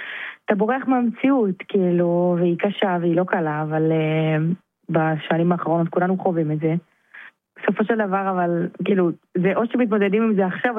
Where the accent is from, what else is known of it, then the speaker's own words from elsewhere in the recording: Ashdod, Southern District, Israel; גדלתי באשדוד